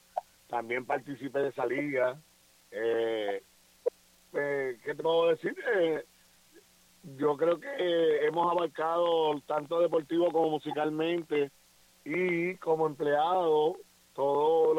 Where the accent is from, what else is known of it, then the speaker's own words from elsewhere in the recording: Guayanilla, Puerto Rico; hice 9 años de director, el restante de subdirector de deportes en mi pueblo de Guayanilla.